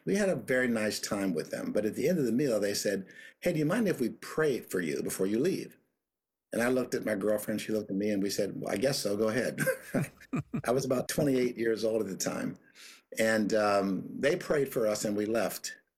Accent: Pittsburgh, Pennsylvania, United States; And so I grew up there in Pittsburgh, a paper boy from Paulson Avenue in Pittsburgh, Pennsylvania.

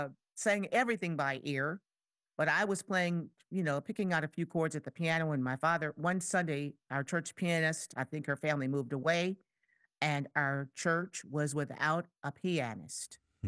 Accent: Jackson, Michigan, United States; Well, I'm in the bottom part of your palm. Okay. Yes, and I grew up there in Jackson.

